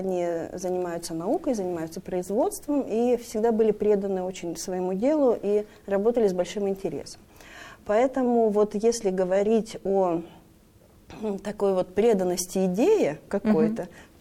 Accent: Yoshkar-Ola, Mari El, Russia; moved away; also born or lived in Leningrad / Moscow; все свое детство я провела в городе Йошкар-Оле. Потом училась в Москве, и после окончания вуза мы с мужем вернулись в Йошкар-Олу.

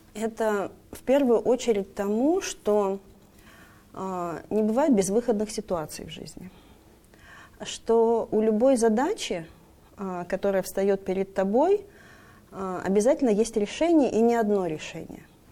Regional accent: Yoshkar-Ola, Mari El, Russia; moved away; also born or lived in Leningrad / Moscow; все свое детство я провела в городе Йошкар-Оле. Потом училась в Москве, и после окончания вуза мы с мужем вернулись в Йошкар-Олу.

